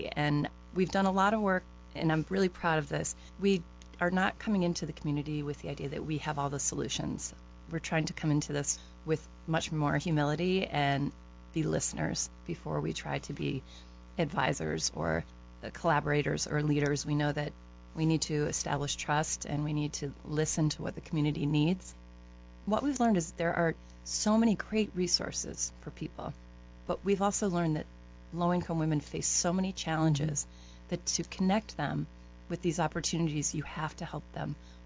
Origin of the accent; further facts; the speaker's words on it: Wilbraham, Massachusetts, United States; I grew up in Wilbraham, Massachusetts, which you might know to be the home of Friendly's Ice Cream.